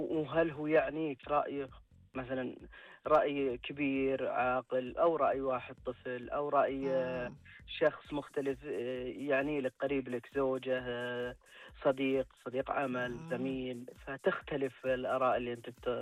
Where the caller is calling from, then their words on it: Riyadh, Riyadh Province, Saudi Arabia; من الرياض. أنا من الرياض